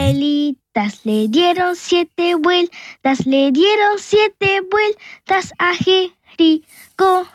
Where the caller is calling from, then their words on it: Punta Arenas, Magallanes and Chilean Antarctica, Chile; de Punta Arenas. Voy a la iglesia con mi mamá